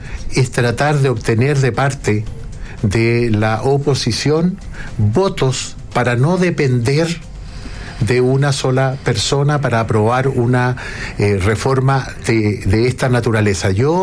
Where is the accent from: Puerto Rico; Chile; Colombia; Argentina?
Chile; Magallanes and Chilean Antarctica; yo soy magallánico, igual que el senador Cusano